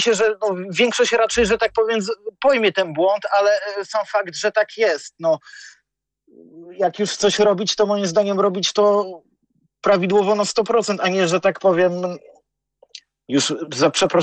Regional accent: Bydgoszcz, Kuyavian-Pomeranian Voivodeship, Poland; u nas w Bydgoszczy

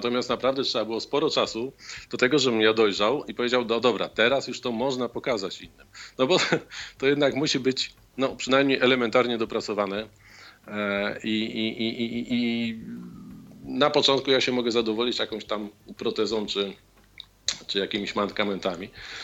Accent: Warsaw, Masovian Voivodeship, Poland; nie w Warszawie, skąd jestem

